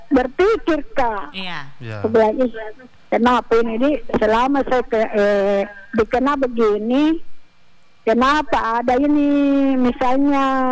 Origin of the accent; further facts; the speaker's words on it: South Sulawesi, Indonesia; Saya kan asli Macini. Di Macini saya lahir.